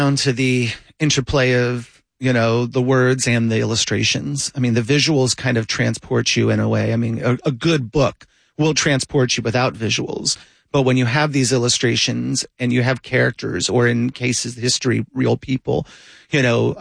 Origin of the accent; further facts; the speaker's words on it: Gainesville, Florida, United States; out in Micanopy, close to where I grew up in Gainesville.